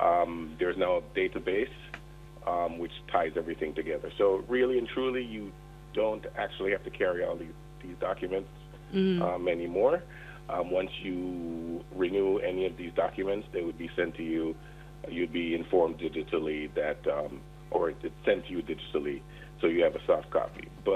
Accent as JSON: {"language": "English", "country": "Jamaica", "said": "I'm Jamaican."}